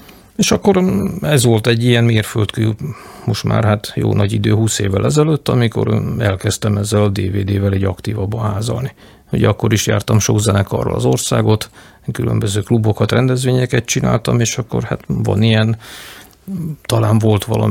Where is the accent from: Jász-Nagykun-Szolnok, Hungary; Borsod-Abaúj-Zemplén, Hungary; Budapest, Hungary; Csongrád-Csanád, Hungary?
Budapest, Hungary; born there; Én ugye Pesten születtem